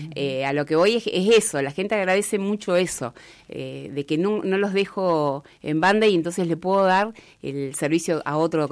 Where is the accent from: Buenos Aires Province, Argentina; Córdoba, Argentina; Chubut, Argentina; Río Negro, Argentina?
Río Negro, Argentina; Cipolletti; nací y criada acá en Cipolletti.